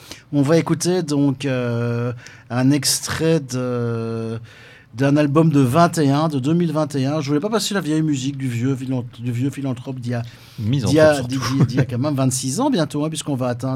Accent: Belgium; en tant que Belge chauvin

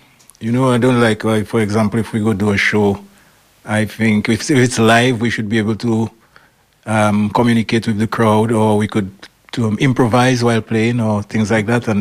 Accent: Dominica; Yes, I'm from the small Caribbean island called Dominica. It's located between Guadeloupe and Martinique. It's not Dominican Republic because I realized that I have to explain this a lot while being here.

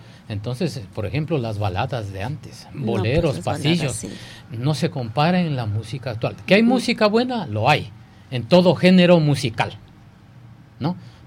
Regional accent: Ecuador; en especial para nosotros los ecuatorianos

